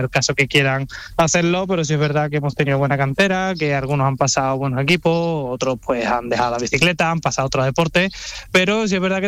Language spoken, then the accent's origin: Spanish; Huelva, Andalusia, Spain